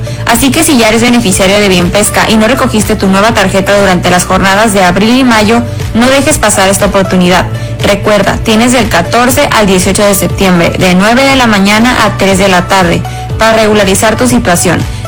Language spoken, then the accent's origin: Spanish; Mexico